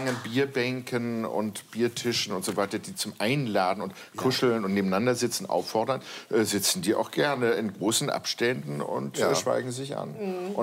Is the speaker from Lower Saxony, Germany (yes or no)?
no; Kiel, Schleswig-Holstein, Germany; born or raised there; moved away as an adult; now in Munich, Germany